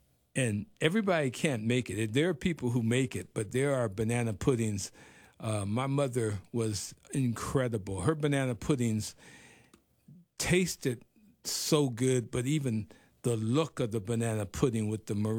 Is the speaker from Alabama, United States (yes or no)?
yes; Birmingham, Alabama, United States; born there; No, but I was born in Birmingham, Alabama.